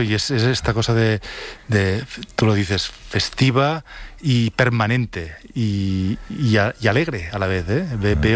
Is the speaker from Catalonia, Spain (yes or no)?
yes; Barcelona, Catalonia, Spain; viendo de Barcelona, como yo soy de Barcelona